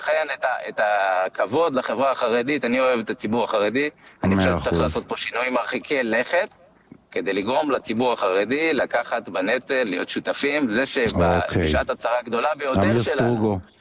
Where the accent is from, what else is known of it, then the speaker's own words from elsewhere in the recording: Ashkelon, Southern District, Israel; now in Negev, Israel; אני גדלתי באשקלון, גר בנגב.